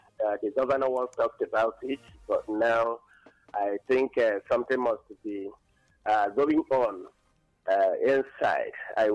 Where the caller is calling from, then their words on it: Ebonyi, Nigeria; I'm calling you from Atizu, Ebonyi State.